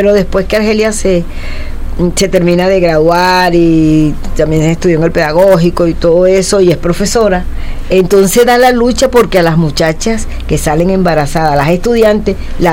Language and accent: Spanish; Curiepe, Miranda, Venezuela; cuando yo era una niña, como les decía, yo estaba jugando la aérea … todas esas cosas que jugaban … todo eso que jugábamos en las calles de mi pueblo en Curiepe.